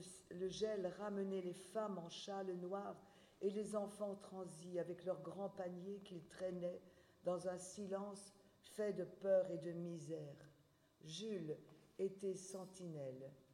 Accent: Wallonia, Belgium; puisque je suis du Borinage, donc je suis née là, j'y habite depuis, vous aussi, depuis mon enfance, depuis ma naissance.

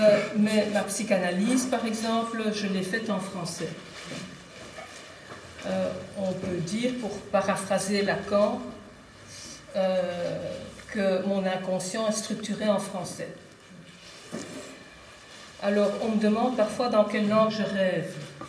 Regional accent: Ostend, Flanders, Belgium; born there; Donc je suis née à Ostende

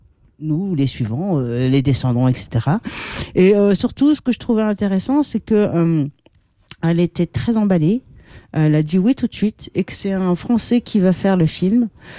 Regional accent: Belgium; chez nous en Belgique

